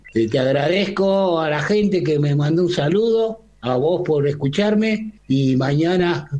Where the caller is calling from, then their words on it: Argentina; de Ránera